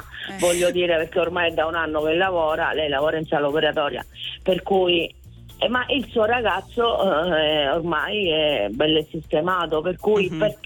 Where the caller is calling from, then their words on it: Sicily, Italy; Sono siciliana.